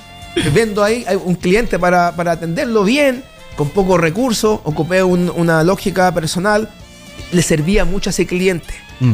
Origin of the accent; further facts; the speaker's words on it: Puente Alto, Santiago Metropolitan Region, Chile; ¿y por qué vengo de Puente Alto?